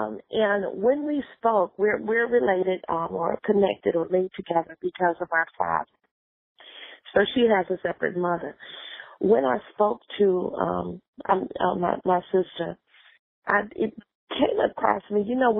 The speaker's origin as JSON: {"language": "English", "town": "Milwaukee", "region": "Wisconsin", "country": "United States", "tie": "born there", "accent": "Southern drawl", "said": "I was born in Milwaukee, Wisconsin. I'm a Midwesterner with a Southern drawl."}